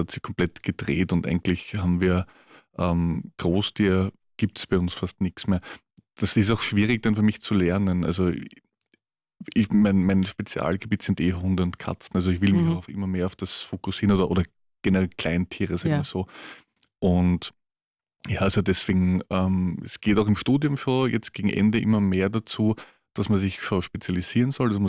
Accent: Loretto, Burgenland, Austria; also born or lived in Mödling; Genau, also wir sind geboren eigentlich in Mödling, dann mit Umzug zu Eskompoltkirchen, dann nach, also das Haus steht irgendwo in Loretto, gehört aber eigentlich zu Leiterbodersdorf.

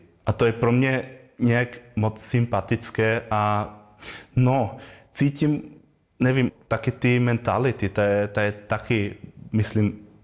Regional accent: Burgenland, Austria; first language German and Croatian; Czech is a second language; also born or lived in Vienna, Austria; Narodil jsem se ve Vídně, ale moja mamka je Chorvatka z Burgenlandu a moje tatínek je no, Rakoušan z Dolního Rakouska. Takhle vyrostl jsem s oběma jazyky, jako s němčinou a s chorvatštinou a pro mě to od začátku bylo normálně a cítím se i jako Chorvat

